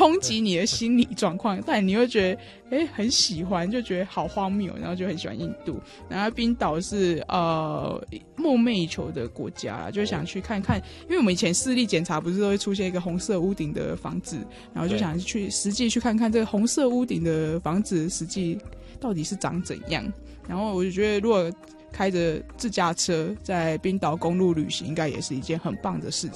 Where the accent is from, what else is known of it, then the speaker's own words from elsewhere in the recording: Taiwan; 因为我们台湾人就很好客热情，